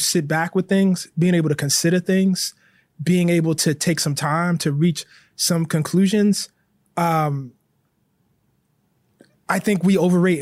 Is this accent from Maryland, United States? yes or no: yes; Baltimore, Maryland, United States; I could have dropped anybody from the neighborhood that I grew up in West Baltimore, on the West Bank.